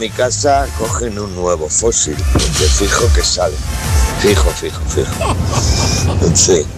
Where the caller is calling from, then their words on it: Community of Madrid, Spain; yo soy de Madrid, de un pueblo. Tengo una chabola allí.